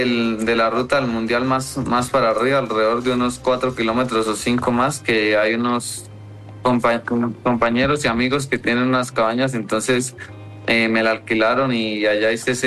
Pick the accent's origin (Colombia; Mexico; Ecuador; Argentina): Colombia; Duitama, Boyacá; Sí, yo nací aquí en Duitama, Boyacá.